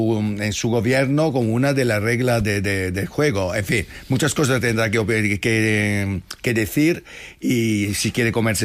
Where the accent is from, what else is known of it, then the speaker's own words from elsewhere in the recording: Italy; a mí eso me da, a mí como italiano es que me da una vergüenza.